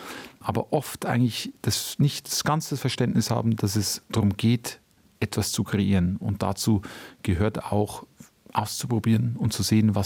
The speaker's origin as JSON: {"language": "German", "region": "Bavaria", "country": "Germany", "said": "Ich stamme ja aus Bayern, wie man wahrscheinlich auch hört"}